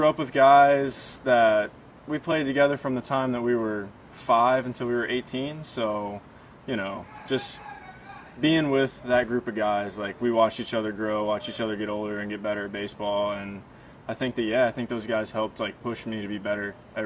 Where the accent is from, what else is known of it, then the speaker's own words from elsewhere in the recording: Floyds Knobs, Indiana, United States; Floyd's Knobs, Indiana. Not a very big town. I wouldn't say it's tiny, but, you know, there's not a whole lot